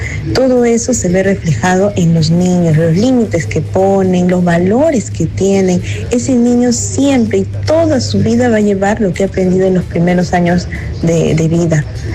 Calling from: Chimbote, Ancash, Peru; de Chimbote, yo también soy madre

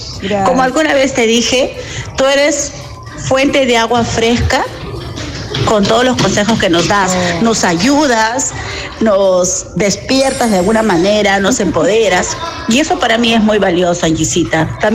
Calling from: Lima, Peru; Muy buenos días, Ayisita hermosa. … de Cercado de Lima.

